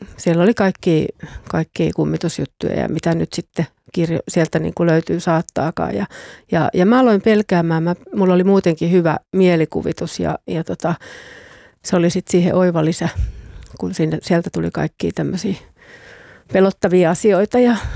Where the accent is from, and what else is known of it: Eastern Finland, Finland; born or raised there